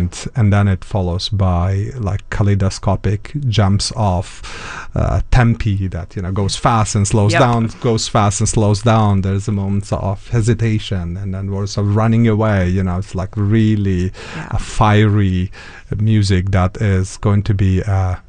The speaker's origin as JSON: {"language": "English", "country": "Uzbekistan", "first_language": "Uzbek", "second_language": "English", "moved": "yes", "said": "I come from Uzbekistan"}